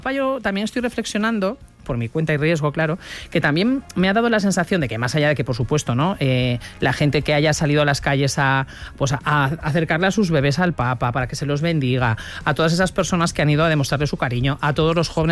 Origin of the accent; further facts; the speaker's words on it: Spain; Y creo que tenemos que estar súper orgullosos como españoles de la organización que ha habido, increíble.